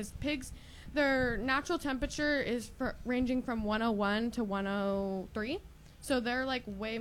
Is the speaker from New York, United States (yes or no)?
no; Fillmore, California, United States; I'm from Fillmore.